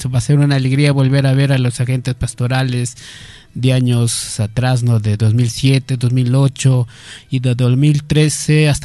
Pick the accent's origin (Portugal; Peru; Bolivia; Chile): Peru; Huancayo, Junín; soy de la ciudad de Huancayo